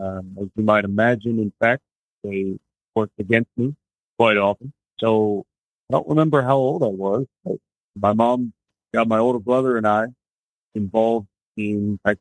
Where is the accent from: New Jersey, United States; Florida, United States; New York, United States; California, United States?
Florida, United States; Holiday; So I was born in 1987 in Pasco County, Florida. Matter of fact, between Newport Richie, Holiday is pretty much where I grew up.